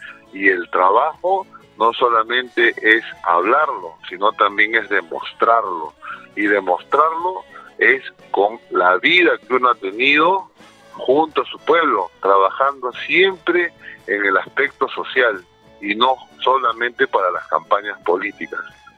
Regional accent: Ancash, Peru; comunicarme con mis hermanos ancasinos de la costa y la sierra

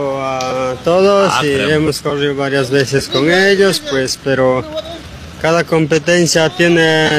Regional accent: Salcabamba, Huancavelica, Peru; Yo soy de Salcabamba, Huancavelica.

